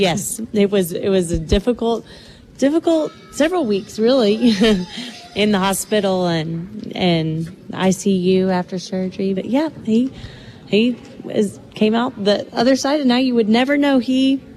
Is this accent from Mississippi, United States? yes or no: no; Amarillo, Texas, United States; born and raised in Amarillo, you know, we have a great community.